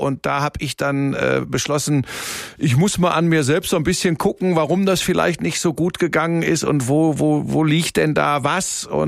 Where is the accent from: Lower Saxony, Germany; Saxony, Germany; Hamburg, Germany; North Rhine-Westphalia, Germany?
North Rhine-Westphalia, Germany; Hagen; also born or lived in Bottrop / Cologne; now in Munich, Germany; Ja, ich bin geboren in Bottrop. Das ist Inbegriff des Ruhrgebiets. Bin dann aufgewachsen in Hagen. Das ist so Tor zum Sauerland, Ruhrgebiet.